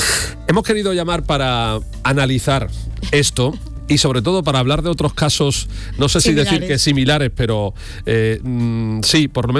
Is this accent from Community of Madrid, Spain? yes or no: no; Jerez de la Frontera, Andalusia, Spain; especialmente el vinagre de Jerez, que es un yo tengo que presumir del de mi tierra, ¿eh?